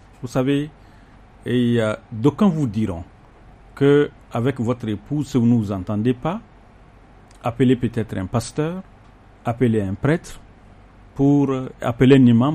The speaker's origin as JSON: {"language": "French", "country": "Togo", "said": "Et j'ose croire, en tant que Togolais, on peut le faire."}